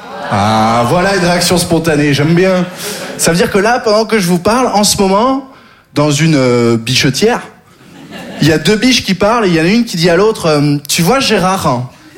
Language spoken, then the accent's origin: French; Occitanie, France; Je viens du sud, j'ai grandi dans le Gard. Le Gard, vous connaissez ?